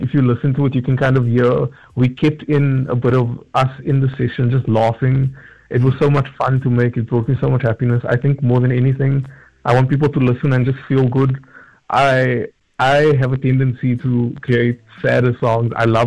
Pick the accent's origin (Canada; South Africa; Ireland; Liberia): South Africa